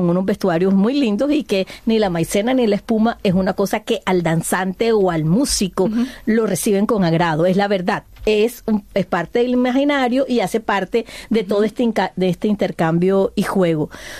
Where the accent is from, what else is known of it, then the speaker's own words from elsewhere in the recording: Barranquilla, Atlántico, Colombia; los barranquilleros nos damos el lujo de nacer en cualquier lugar del mundo, así que nada más es pisar Barranquilla